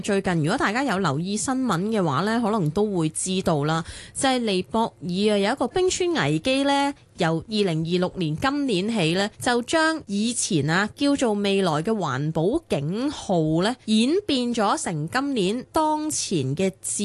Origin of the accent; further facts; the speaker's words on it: Hong Kong; 对于我哋香港人嚟讲